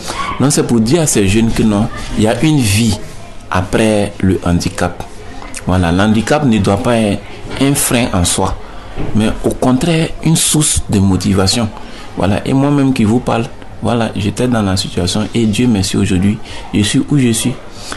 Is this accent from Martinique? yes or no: no; Burkina Faso